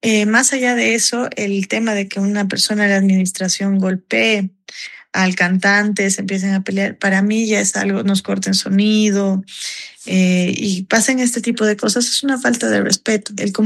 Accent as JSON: {"language": "Spanish", "country": "Bolivia", "said": "prácticamente todo mi personal, incluida yo, somos bolivianos."}